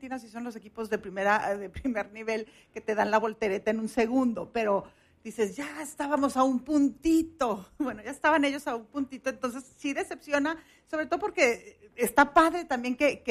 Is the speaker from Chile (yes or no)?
no; Mexico; nosotros tenemos como mexicanos años sin celebrar algo